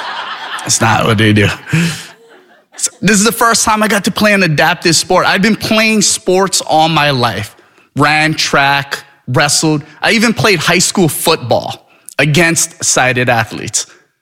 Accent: Ka'u, Hawaii, United States; moved away as an adult; now in Hyde Park, Massachusetts, United States; currently living in Hyde Park, Massachusetts, but I was born and raised on the Big Island of Hawaii in a small town called Kau.

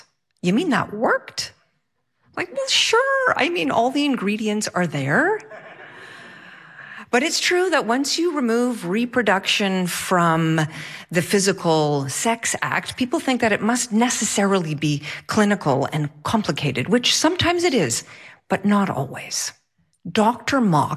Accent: Quebec, Canada; born there; I was born just outside of Montreal.

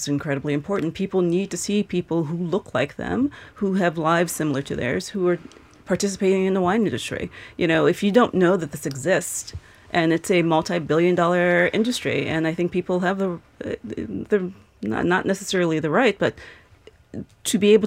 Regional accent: Chicago, Illinois, United States; moved away as an adult; now in Boston, United States; I first moved to Boston. I'm from Chicago in 91

